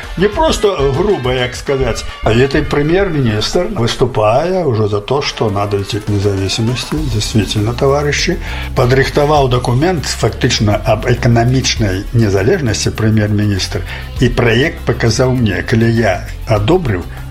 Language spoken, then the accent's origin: Russian; Belarus; мы, белорусы, мы такие самые